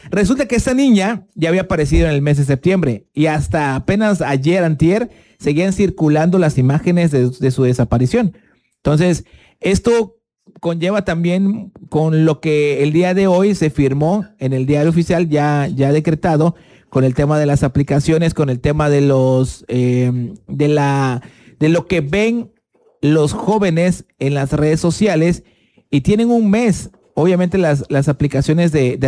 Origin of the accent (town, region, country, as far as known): Mexico